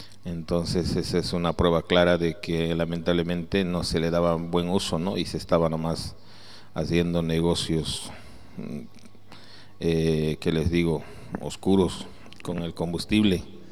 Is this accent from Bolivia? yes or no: yes; Bolivia; así somos los bolivianos